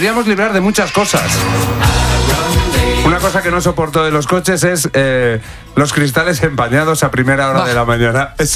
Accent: Salamanca, Castile and León, Spain; now in Madrid, Spain; Los de Salamanca y provincias no soportamos.

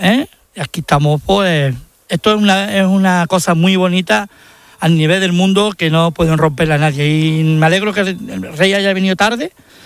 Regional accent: Spain; Pero yo soy español de pura cepa, vamos, yo mato por España.

